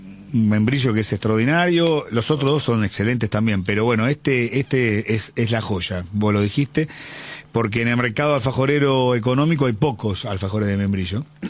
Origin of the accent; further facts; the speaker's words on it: Merlo, Buenos Aires Province, Argentina; Somos de Merlo.